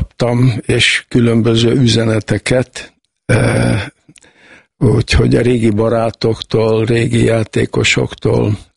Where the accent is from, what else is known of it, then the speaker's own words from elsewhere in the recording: Tiszaalpár, Bács-Kiskun, Hungary; Igen, ez így van, hiszen én Alpáron születtem, bár ma már Tisza Alpár, ugye egyesült a mellette levő kis településsel Tiszaújfaluval, de én valóban alpári vagyok.